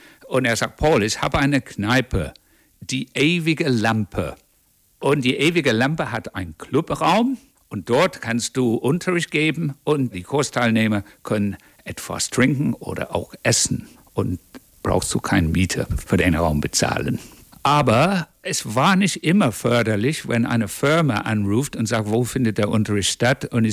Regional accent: England, United Kingdom; German is a second language; moved away as an adult; now in Braunschweig, Germany; Ich bin gebürtiger Engländer, aber lebe seit 1978 hier in Braunschweig, Deutschland.

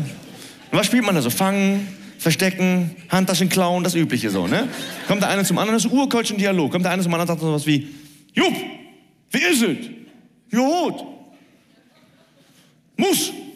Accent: Cologne, North Rhine-Westphalia, Germany; Ich bin in Köln-Nippes aufgewachsen. Meine Köln-Nippes, kennt ihr das?

